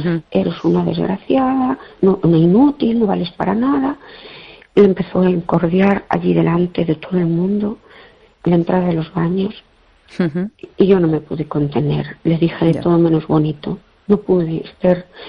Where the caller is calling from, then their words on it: Fene, Galicia, Spain; Hola, buenas noches … de Fene. ¿Qué tal?